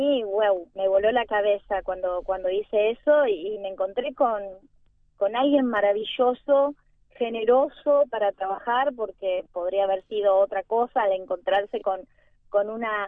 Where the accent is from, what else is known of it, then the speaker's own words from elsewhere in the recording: Rosario, Santa Fe, Argentina; mi ciudad natal es Rosario.